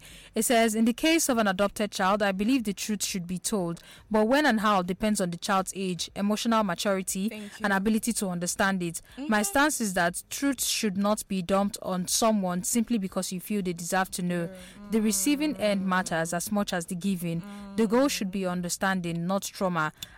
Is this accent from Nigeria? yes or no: yes; Kogi, Nigeria; from Kogi State.